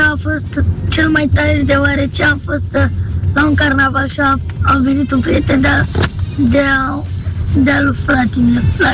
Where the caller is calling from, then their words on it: Bucharest, Romania; de Berceni.